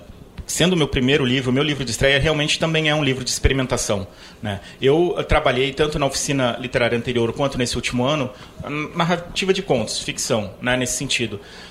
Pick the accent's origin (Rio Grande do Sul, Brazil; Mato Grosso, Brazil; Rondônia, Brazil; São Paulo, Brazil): Rio Grande do Sul, Brazil; Porto Alegre; born there; also born or lived in Rio de Janeiro / São Borja; Então, vivi minha infância muito presente em São Borja, no interior mesmo de São Borja, não só na cidade. Então, me considero um pouco esse pampa urbano, né? Que depois vem para Porto Alegre, cresce aqui